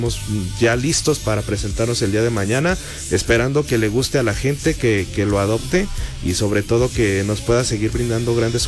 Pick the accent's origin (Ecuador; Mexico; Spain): Mexico; Querétaro; yo soy originario de Querétaro